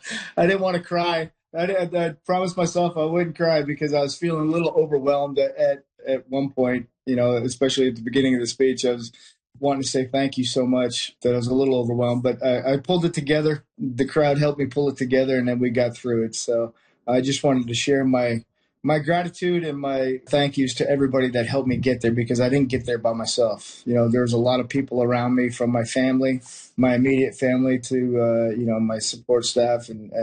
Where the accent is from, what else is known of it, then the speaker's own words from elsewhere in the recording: Windsor, Ontario, Canada; I grew up playing in Windsor Central. And then as I got older and I moved over to the Windsor Selects